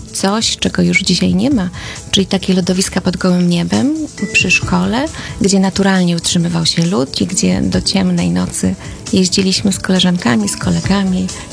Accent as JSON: {"language": "Polish", "region": "Podlaskie Voivodeship", "country": "Poland", "tie": "born or raised there", "moved": "yes", "lives_now": "Koszalin, Poland", "said": "Więc to chyba są takie najpiękniejsze wspomnienia z Podlasia."}